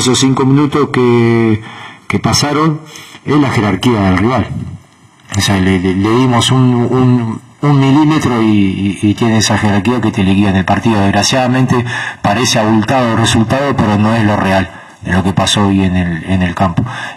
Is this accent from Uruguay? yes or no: yes; Uruguay; Yo soy uruguayo, la historia del 50, la de Julio Varela, de venir a un estadio con 200.000 personas y que se le dé el campeonato mundial Uruguay.